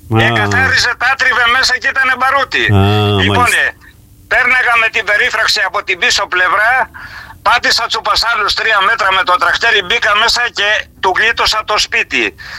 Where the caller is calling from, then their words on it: Greece; Στο χωριό μου, στον οικισμό Φτερίνια